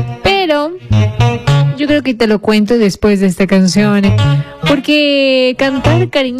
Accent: Ecuador; nosotros como ciudadanos ecuatorianos

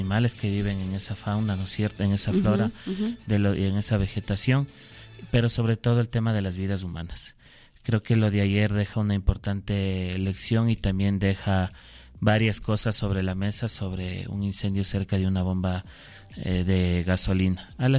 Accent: Quito, Pichincha, Ecuador; como quiteñas y quiteños

